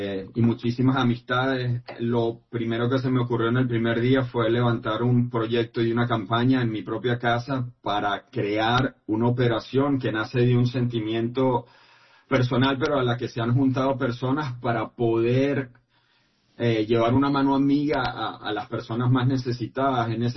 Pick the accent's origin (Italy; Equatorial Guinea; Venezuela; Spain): Venezuela; Playa Grande, La Guaira; moved away as an adult; now in Puerto Rico; yo crecí y viví gran parte de mi vida en Playa Grande, que ha sido una de las zonas más afectadas de estos dos sismos simultáneos en Venezuela. Yo actualmente vivo en Puerto Rico, pero en Venezuela tenía mi apartamento, mis amistades